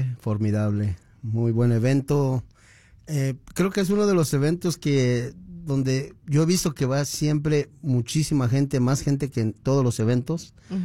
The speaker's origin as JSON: {"language": "Spanish", "region": "Mexico City", "country": "Mexico", "tie": "born or raised there", "moved": "as an adult", "said": "Mira, yo soy originario del Distrito Federal."}